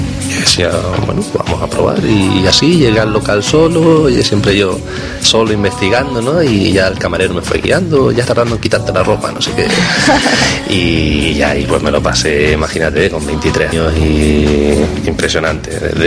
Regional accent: Canary Islands, Spain; now in Barcelona, Spain; yo vengo de las Islas Canarias

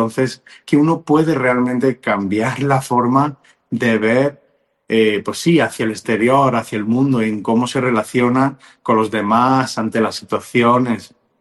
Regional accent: Spain; now in Mexico; pues desde aquí, desde México, aunque soy de España, pero resido aquí en México

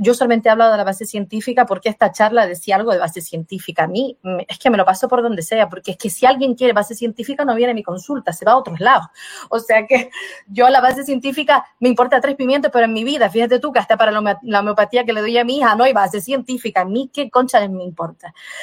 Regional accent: Brazil; moved away; Yo soy indígena, yo soy brasileña, de natural brasileña, yo soy indígena.

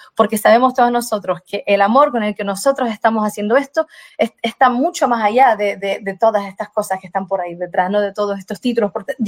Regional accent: Brazil; Spanish is a second language; Yo soy indígena, yo soy brasileña de natural brasileña, yo soy indígena

